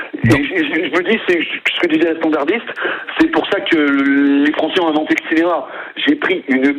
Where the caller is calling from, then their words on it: La Rochelle, Nouvelle-Aquitaine, France; je suis de La Rochelle